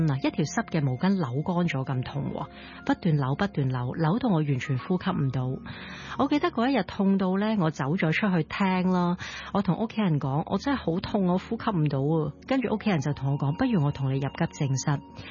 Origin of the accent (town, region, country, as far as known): Hong Kong